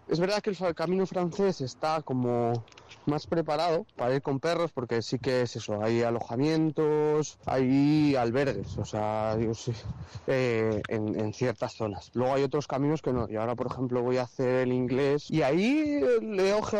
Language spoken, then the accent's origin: Spanish; Burgos, Castile and León, Spain; porque yo soy de Burgos y cuando llegué a Burgos paré casi 2 semanas con él porque también estaba cansado.